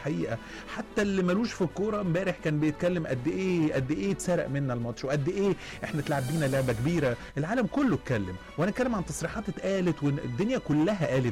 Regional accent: Egypt; ايوه احنا المصريين، احنا ولاد البلد اللي ولادنا واخواتنا واهلينا استشهدوا فدى ترابها

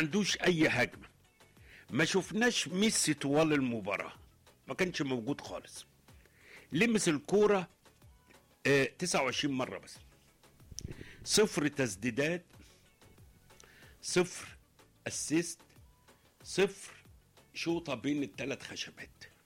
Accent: Egypt; فرحتي كمصري ان الارجنتين منتخبنا الوطني هو الوحيد اللي جاب فيهم 3 اهداف.

